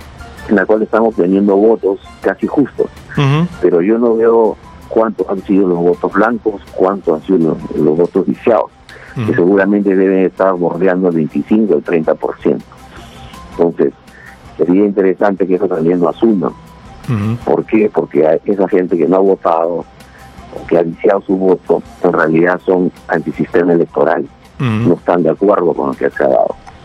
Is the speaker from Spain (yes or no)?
no; Peru; somos peruanos, somos hermanos, a seguir adelante, ¿no?